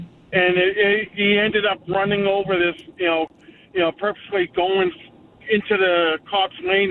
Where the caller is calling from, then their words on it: Fall River, Massachusetts, United States; Where I live in Fall River